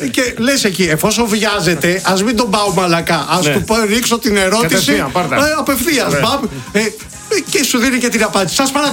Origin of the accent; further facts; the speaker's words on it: Molaoi, Peloponnese, Greece; Guilty as charged που λένε και στο χωριό μου στους Μολάους.